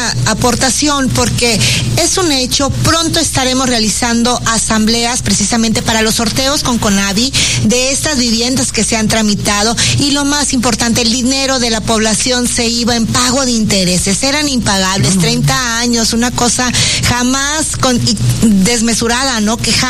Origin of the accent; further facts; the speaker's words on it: Altamira, Tamaulipas, Mexico; del sur de Tamaulipas, de la zona conurbada.